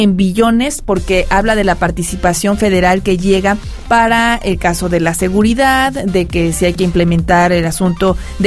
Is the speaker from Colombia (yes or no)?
no; Mexico; Eso nos preocupa como mexicanos y no.